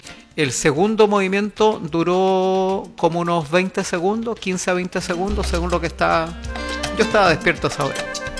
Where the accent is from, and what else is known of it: Chile